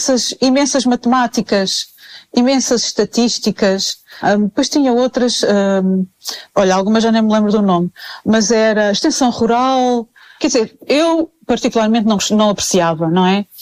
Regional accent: Lisbon, Portugal; Não, sou lisboeta.

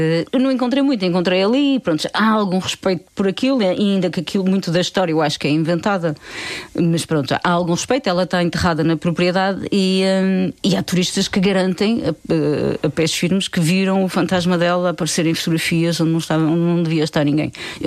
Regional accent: Portugal

